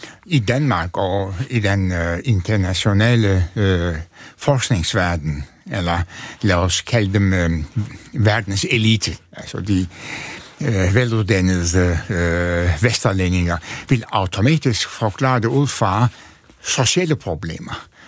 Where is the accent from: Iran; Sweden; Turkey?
Turkey; Antalya; now in Denmark; Altså, jeg kommer fra en sådan en overmiddelklasse familie. Altså, min far var apoteker, tjente mange penge i den lille by Antalya, som er kæmpestor, trist by. Min mor var gymnasielærer.